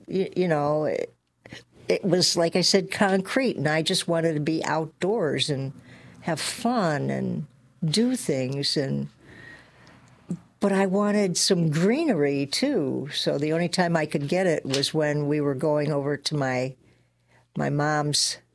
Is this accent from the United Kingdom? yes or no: no; Chicago, Illinois, United States; I grew up in Chicago, and I was the first born of four children in my family.